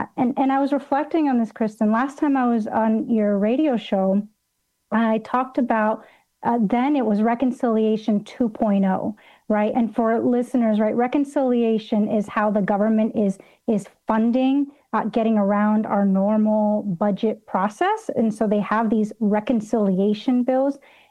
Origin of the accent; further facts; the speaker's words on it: Los Angeles, California, United States; I grew up in Los Angeles.